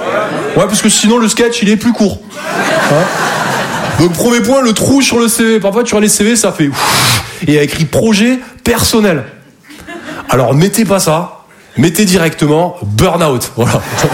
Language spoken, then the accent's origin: French; Toulouse, Occitanie, France; now in Paris, France; Ben, je me présente … je viens de Toulouse à la base. Et je sais pas vous, mais moi je me perds beaucoup dans Paris.